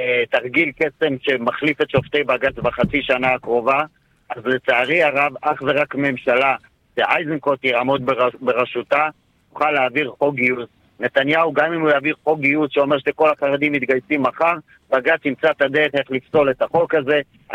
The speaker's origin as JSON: {"language": "Hebrew", "town": "Jerusalem", "region": "Jerusalem District", "country": "Israel", "tie": "born or raised there", "said": "כי בירושלים, כירושלמי מכל חיי"}